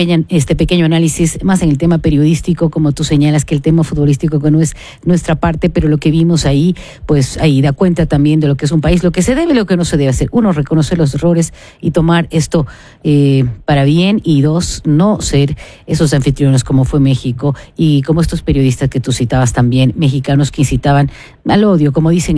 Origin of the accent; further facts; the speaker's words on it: Colombia; cuando Colombia está en buena racha, somos colombianos.